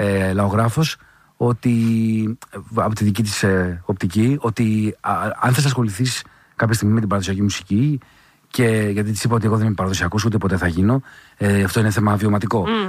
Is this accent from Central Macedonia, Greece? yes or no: no; Drama, Eastern Macedonia and Thrace, Greece; Εγώ μεγάλωσα στη Δράμα, όπου στη Μακεδονία και στη Θράκη τα διονυσιακά δρόμενα είναι